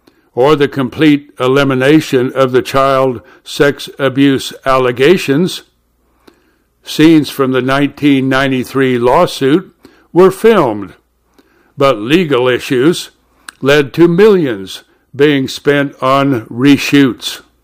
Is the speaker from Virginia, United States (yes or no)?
no; Detroit, Michigan, United States; Our seats were so high up in the Pontiac Silver Dome, which is just outside of my hometown of Detroit